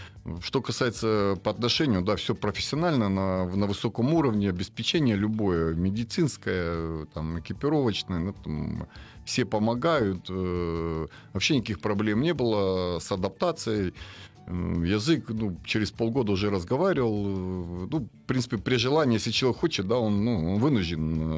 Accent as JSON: {"language": "Russian", "region": "Krasnodar Krai", "country": "Russia", "tie": "born or raised there", "said": "я сам родом из Краснодарского края"}